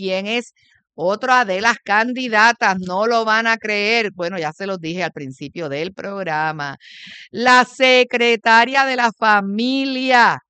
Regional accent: Puerto Rico; Así somos los puertorriqueños.

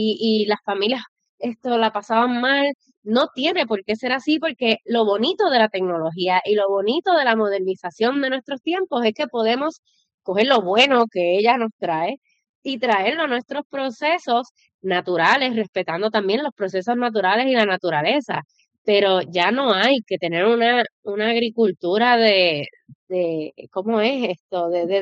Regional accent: Utuado, Puerto Rico; yo soy de Utuado

